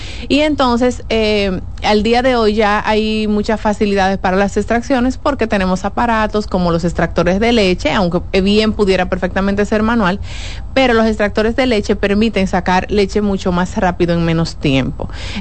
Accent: Dominican Republic

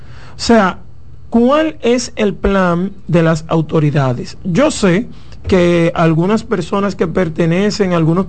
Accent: Dominican Republic; nosotros como dominicanos.

